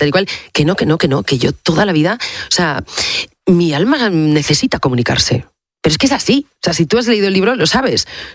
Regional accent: Salas, Asturias, Spain; Asturias, hace 40 años, bueno, España, pero Asturias es que, hijo, ya teníamos el Huerna, no teníamos autovía.

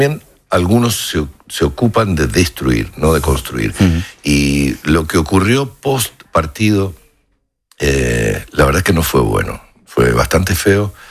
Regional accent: Argentina; Es raro porque además siempre fue un equipo arengador, incluso exagerado, si se quiere, bien como somos los argentinos.

